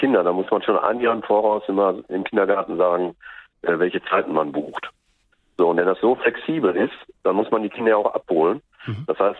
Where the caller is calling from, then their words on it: North Rhine-Westphalia, Germany; Ich rufe aus Hölle, war in der Nähe von Paderborn